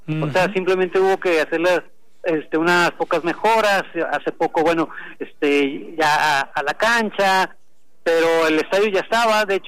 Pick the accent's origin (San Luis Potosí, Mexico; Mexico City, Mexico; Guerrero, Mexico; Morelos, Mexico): Guerrero, Mexico; Acapulco; now in Guadalajara, Mexico; yo soy de Acapulco